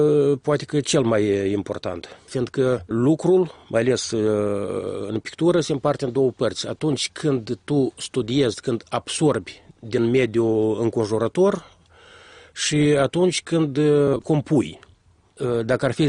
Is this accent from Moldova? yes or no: yes; Moldova; De fapt, eu niciodată n-am plecat definitiv din Moldova. Colaborarea mea cu Germania s-a început așa ca ceva provizoriu.